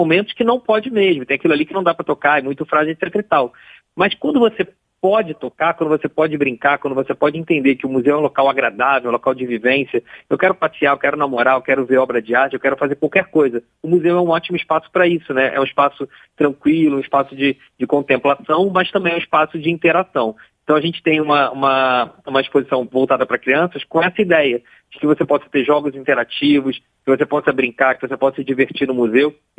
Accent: Rio de Janeiro, Brazil; um pouco da nossa função enquanto brasileiros, né, daqui do Rio de Janeiro e de Niterói

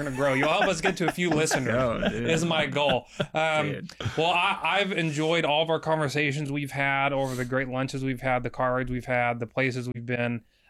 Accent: California, United States; And I grew up in Southern California.

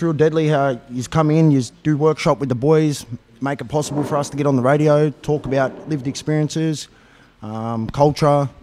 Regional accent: Echuca, Victoria, Australia; Me, I'm from Echuca.

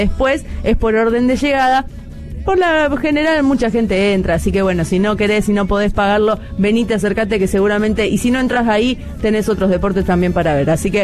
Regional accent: Corrientes, Argentina

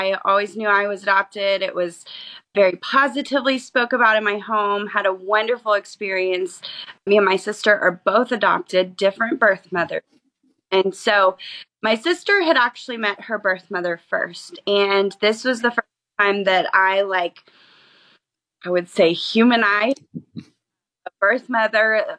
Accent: Oklahoma City, Oklahoma, United States; born there; My birth mother lived in Oklahoma, so I was born in Oklahoma City, adopted by Texans.

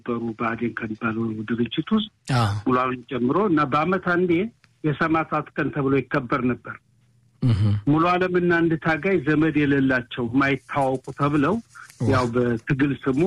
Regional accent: Wuzaba, Amhara, Ethiopia; አንደኛ ውዛባ የሚባል ቀበሌ አብረን ነው ያደግነው።

